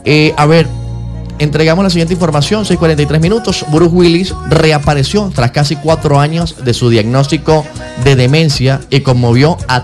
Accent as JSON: {"language": "Spanish", "town": "Tovar", "region": "Mérida", "country": "Venezuela", "moved": "yes", "lives_now": "San Cristóbal, Venezuela", "said": "yo sí no soy del Táchira, yo lo he comentado en varias oportunidades, yo no soy del Táchira como tal, yo soy de Tovar, Estado Mérida, pero ya unos cuantos años viviendo aquí en el Táchira y viviendo aquí en San Cristóbal."}